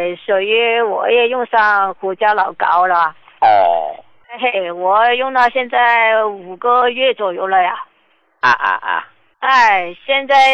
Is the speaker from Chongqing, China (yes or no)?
yes; Chongqing, China; 我是重庆这边的患者。